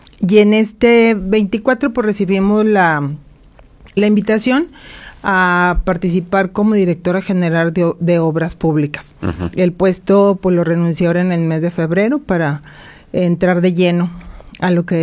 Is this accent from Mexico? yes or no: yes; Matamoros, Mexico; soy de Matamoros, sí, soy de Matamoros.